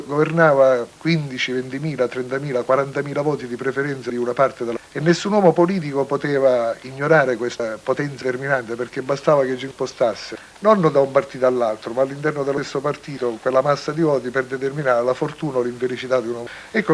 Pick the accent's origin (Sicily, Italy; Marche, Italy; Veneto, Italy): Sicily, Italy; che io da siciliano non condivido, ma che amo